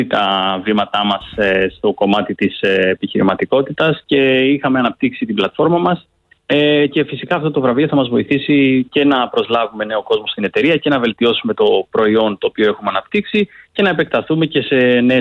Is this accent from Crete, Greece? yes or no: yes; Crete, Greece; Εμένα η καταγωγή μου είναι από την Κρήτη